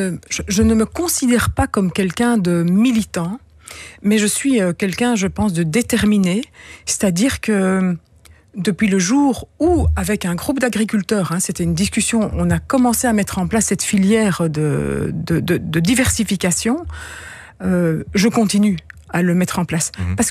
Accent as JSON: {"language": "French", "town": "Louvain-la-Neuve", "region": "Wallonia", "country": "Belgium", "tie": "born or raised there", "also_born_or_lived": "Brussels", "said": "je suis bruxelloise à la base, mais on habitait du côté de Louvain-la-Neuve dès le début."}